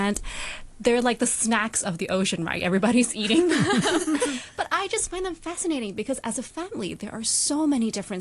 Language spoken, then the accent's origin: English; Hong Kong; I grew up in Hong Kong and I went to school here, but they never really tell you or teach you about the fish that we have here.